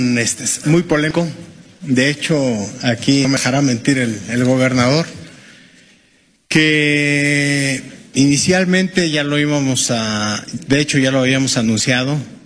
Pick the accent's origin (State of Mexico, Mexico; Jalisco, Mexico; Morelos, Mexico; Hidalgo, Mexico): Hidalgo, Mexico; pues sí, a nosotros somos hidalguenses.